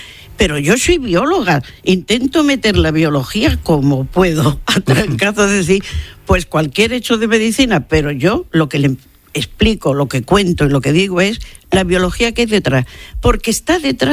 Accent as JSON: {"language": "Spanish", "region": "Andalusia", "country": "Spain", "said": "Y toco madera como buena andaluza, no lo he sufrido."}